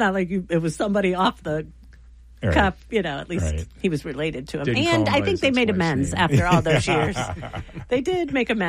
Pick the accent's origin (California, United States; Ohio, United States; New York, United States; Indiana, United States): Ohio, United States; Mount Vernon; He'll be playing in my hometown at Memorial.